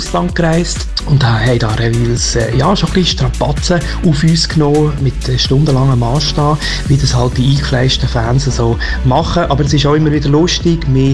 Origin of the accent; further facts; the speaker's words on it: Fribourg, Switzerland; now in Zürcher Unterland, Switzerland; Ich bin aufgewachsen in der Region Murten, wohne aber schon lange im Zürcher Unterland